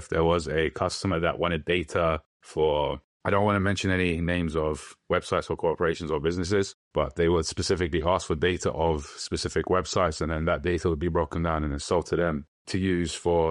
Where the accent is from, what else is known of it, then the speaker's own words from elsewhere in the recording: London, United Kingdom; Ethnically, I'm Turkish. I grew up in London.